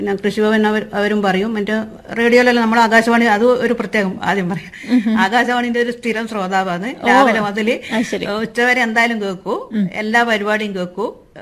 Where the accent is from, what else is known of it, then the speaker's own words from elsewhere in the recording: Kerala, India; now in Munderi, India; കുറ്റ്യാട്ടൂർ പഞ്ചായത്തിലെ മാനൂർ വില്ലേജിലാണ് എന്റെ സ്വന്തം വീട്.